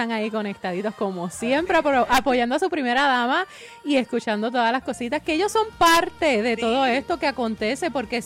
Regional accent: Las Croabas, Fajardo, Puerto Rico; Porque yo soy de Las Croabas. Mi familia es de Las Croabas.

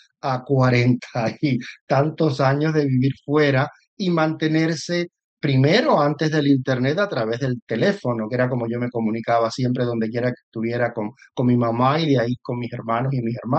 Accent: Puerto Rico; moved away as an adult; Si es que yo soy parte de la diáspora, yo me fui muy joven de Puerto Rico a los 23 años, pero he vuelto siempre a la isla, he vuelto a la isla

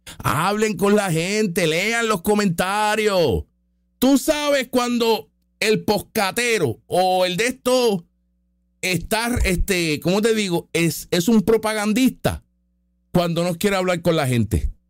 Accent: Puerto Rico

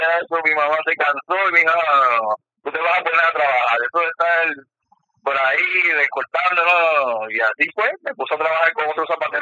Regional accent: Bayamón, Puerto Rico; Yo soy de Bayamón, nacido en Bayamón.

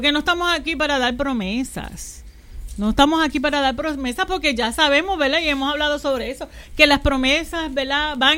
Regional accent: Ponce, Puerto Rico; born there; y también hispana, porque ya nací aquí en Ponce.

